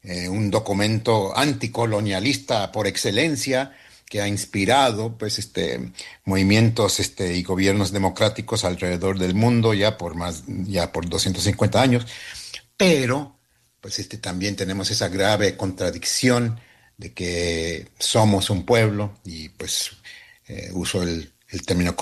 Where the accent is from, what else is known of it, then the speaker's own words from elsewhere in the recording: El Salvador; Yo soy salvadoreño mexicano.